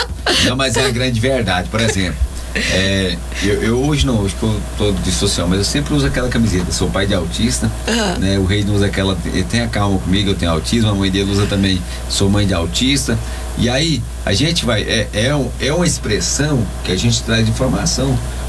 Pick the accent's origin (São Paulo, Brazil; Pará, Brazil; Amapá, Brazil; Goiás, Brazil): Goiás, Brazil; Minaçu; moved away; A minha cidade natalina, Minaçu, onde eu nasci, lá.